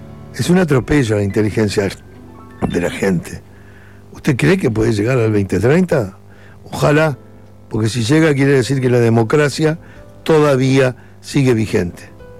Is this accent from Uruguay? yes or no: yes; Uruguay; born there; moved away; ¿Tú no sos uruguayo? Sí.